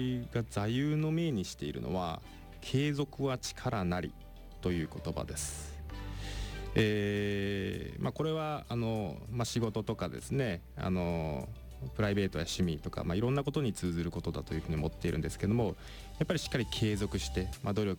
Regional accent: Mihara, Hiroshima, Japan; moved away as an adult; 三原市出身で、子どもの頃から三原で、暮らしてきたわけですけれども

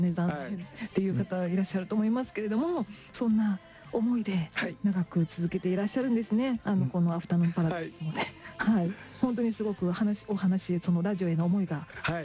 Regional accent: Kagawa, Japan; moved away; 地元の香川県にいた頃に

